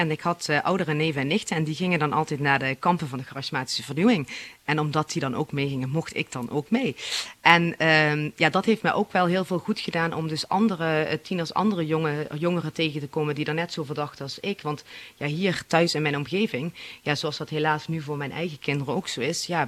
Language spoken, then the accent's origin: Dutch; Roermond, Limburg, Netherlands; born there; also born or lived in United States / Mexico; now in Maastricht area, Netherlands; Ik ben oorspronkelijk geboren in Roermond, dus dat is 30 minuten hier ten noorden van. En naar omzwerving via Amerika en Mexico weer teruggekomen. En daar ben ik ook blij om, want hier in het Heuveland blijft het voelen als vakantie inderdaad.